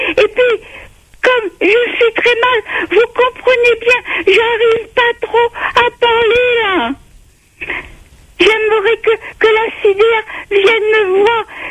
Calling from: Saint-Joseph, Réunion; À Saint-Joseph, j'habite au Vacroix.

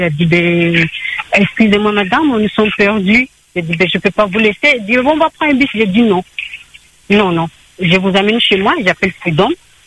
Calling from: Le Port, Réunion; moi, j'habite pas là. J'habite à Parc Boisé, au port.

